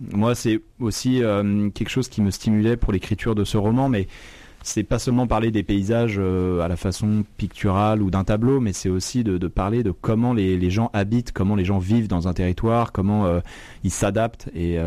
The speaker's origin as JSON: {"language": "French", "town": "Chamonix", "region": "Auvergne-Rhône-Alpes", "country": "France", "tie": "born or raised there", "said": "Je viens moi-même d'un territoire de montagne, je suis né à Chamonix et j'ai grandi dans les Alpes, donc je sais ce que ça procure."}